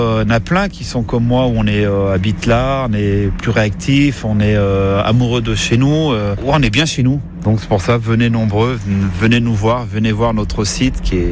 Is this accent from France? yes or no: yes; La Morte, Auvergne-Rhône-Alpes, France; Alors moi je suis un enfant du pays, je suis natif de l'Alpe du Grand Serre, commune de la Morte. Et j'y suis toujours